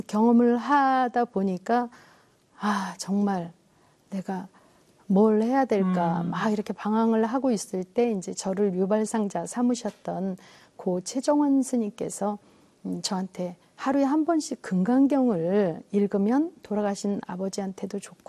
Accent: Yongin, Gyeonggi Province, South Korea; 제 고향이 용인이거든요.

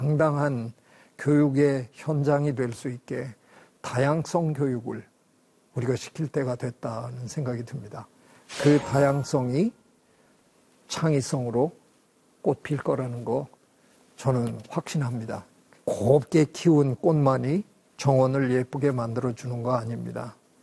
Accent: Gangneung, Gangwon, South Korea; moved away; 제 고향 강릉에 가서

